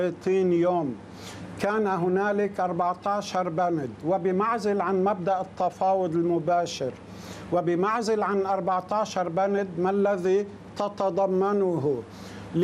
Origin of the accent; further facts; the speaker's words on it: Lebanon; منا جميعا كلبنانيين